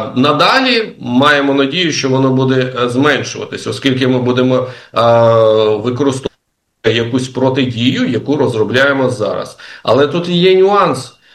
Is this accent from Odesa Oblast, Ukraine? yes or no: yes; Odesa, Odesa Oblast, Ukraine; не тільки я, усі одесити